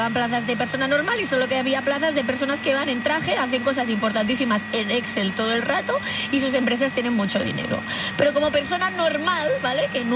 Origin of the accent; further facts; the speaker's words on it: Catalonia, Spain; yo pensaba que no podía ser más catalana. Pues ahora soy más catalana.